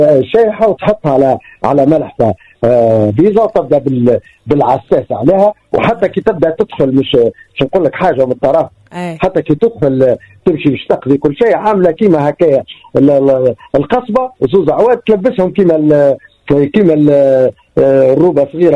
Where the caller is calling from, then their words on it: Tunisia; أنا تونسية